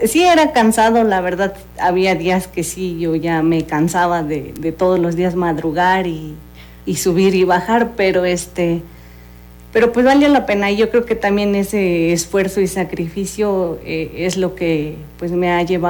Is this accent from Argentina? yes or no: no; Las Chapas, Mexico; yo soy originaria del pueblo de Las Chapas. Uh-huh. Entonces, bueno, para la gente que lo conoce, pues es un pueblo pequeño, que se dedica pues meramente al campo y que a todo alrededor hay bosque.